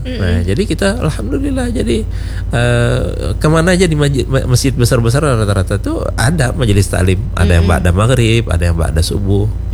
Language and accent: Indonesian; South Kalimantan, Indonesia; Kita orang Banjar mulai zaman dulu ada.